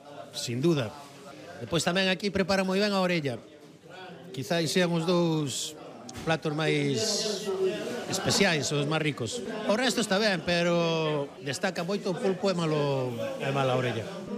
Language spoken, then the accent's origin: Galician; Illa de Arousa, Galicia, Spain; Sí, son da Illa, sí.